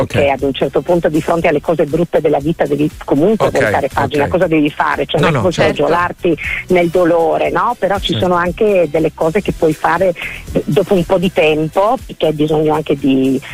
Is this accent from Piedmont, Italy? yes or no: no; San Vito al Tagliamento, Friuli-Venezia Giulia, Italy; San Vito al Tagliamento.